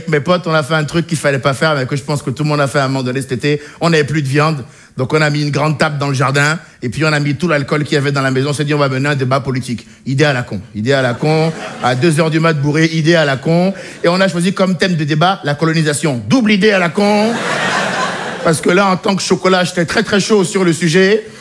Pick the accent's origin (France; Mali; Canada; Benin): Benin; J'ai grandi au Bénin, un petit pays d'Afrique de l'Ouest